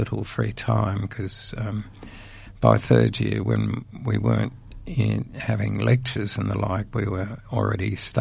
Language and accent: English; Adelaide, South Australia, Australia; born there; I was born in Adelaide, but my father, in his teaching role, was transferred to Cadena. So I spent the first 6 years in Cadena and started at Cadena Primary School.